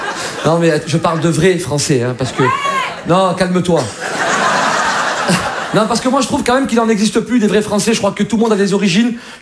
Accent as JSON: {"language": "French", "country": "Algeria", "said": "Ah, alors moi je vous parle d'Algérie parce que je suis originaire d'Algérie, je m'y rends souvent."}